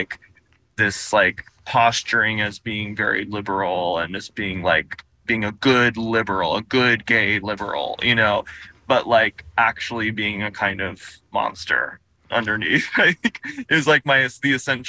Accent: Tennessee, United States; I mean, ever since I was a kid growing up in Tennessee, and I was very lucky to like, grow up with very accepting, progressive parents.

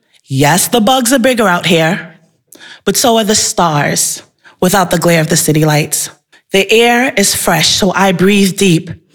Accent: Boston, Massachusetts, United States; born there; I was born in Boston with Caribbean roots.

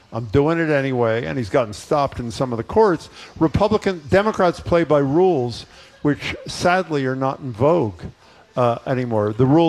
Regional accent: Pennsylvania, United States; you're forgetting unreliable turncoat Fetterman. From my home state

